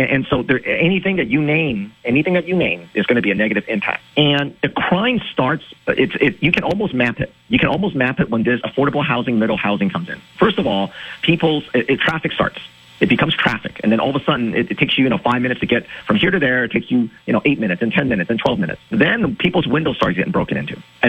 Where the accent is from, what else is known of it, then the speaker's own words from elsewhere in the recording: California, United States; I'm from California, so I've seen this over the course of, 20, 25 years ago.